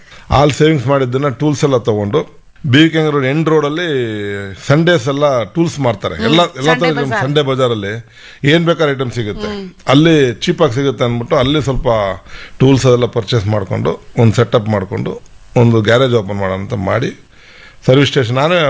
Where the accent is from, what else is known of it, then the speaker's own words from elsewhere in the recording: Bengaluru, Karnataka, India; born there; ನಮ್ಮ ಅಕ್ಕ ಬಾವ ನಮ್ಮನ್ನು ಕರ್ಕೊಂಬಂದು ಬೆಂಗಳೂರಲ್ಲಿ ಬೆಳೆಸಿದವರೇನೆ.